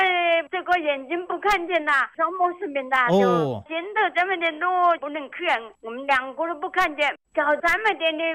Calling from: Xiantao, Hubei, China; 我是仙桃浦场镇饺子铺村。

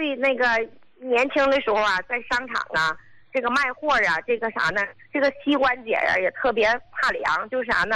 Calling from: Qinhuangdao, Hebei, China; 胡老，我是秦皇岛的，

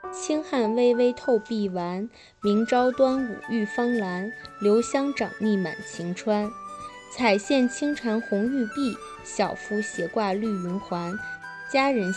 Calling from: Shandong, China; 我是来自山东的

